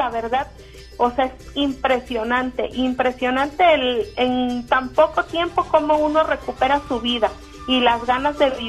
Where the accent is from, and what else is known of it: Fort Worth, Texas, United States